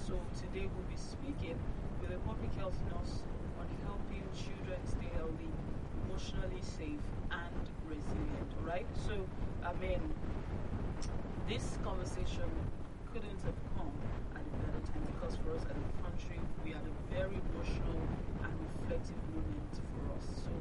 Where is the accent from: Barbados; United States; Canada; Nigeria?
Nigeria; As residents of Nigeria, as Nigerian citizens